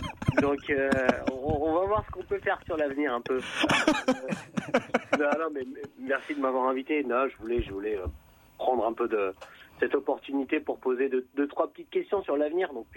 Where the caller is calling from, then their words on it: Provence-Alpes-Côte d'Azur, France; j'habite sur la Côte d'Azur, donc je suis en t-shirt toute l'année